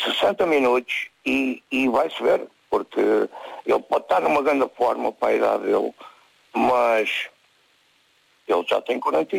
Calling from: Portugal; eu também sou português

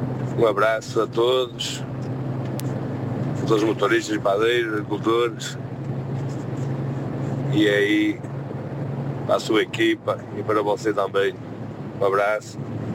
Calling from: Vila do Conde, Norte, Portugal; Daqui fala o … Vila do Conde.

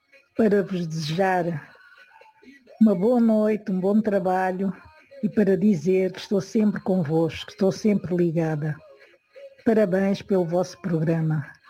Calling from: Mozambique; Daqui fala … estou falando de Moçambique.

